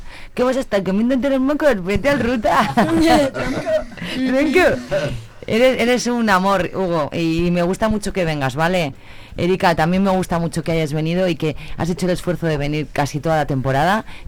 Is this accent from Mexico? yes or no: no; Zamora, Castile and León, Spain; somos zamoranos